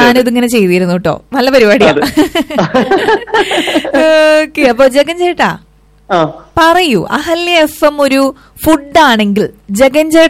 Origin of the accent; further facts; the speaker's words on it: Thrissur, Kerala, India; ഞങ്ങൾ തൃശ്ശൂരാരെന്താ മോശ?